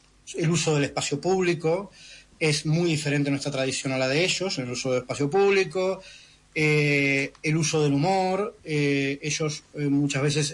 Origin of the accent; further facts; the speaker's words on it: Argentina; Sobre que los argentinos éramos delincuentes, delincuentes de alto standing